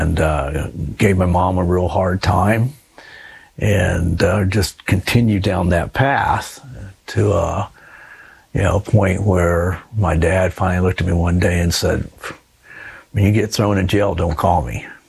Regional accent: California, United States; born there; And so I was born in Southern California.

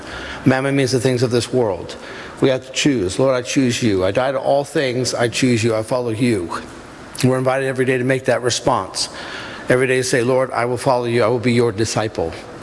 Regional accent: United States

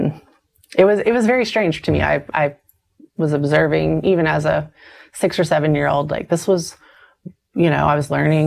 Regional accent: New York, United States; born there; now in Steubenville, United States; I mean, I was born in Manhattan, New York.

